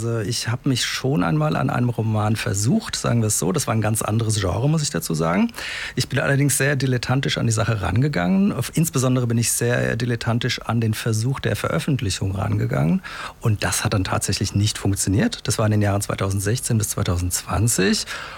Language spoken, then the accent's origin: German; Aschaffenburg, Bavaria, Germany; now in Würzburg, Germany; Also ich komme aus Aschaffenburg, aus der Gegend ursprünglich, da habe ich auch Abitur gemacht in der Gegend. Und zum Studieren kam ich dann nach Würzburg